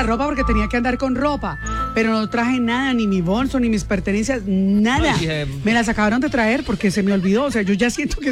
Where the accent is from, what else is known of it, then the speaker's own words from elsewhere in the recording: Cali, Valle del Cauca, Colombia; Así somos los caleños.